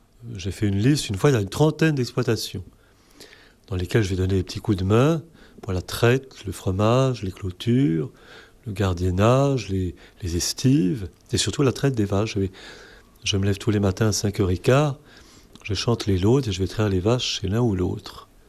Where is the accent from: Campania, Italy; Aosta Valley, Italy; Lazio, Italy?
Lazio, Italy; Rome; born there; Je suis né à Rome en 1959 et j'ai fait mes études à Paris, j'ai fait une grande école.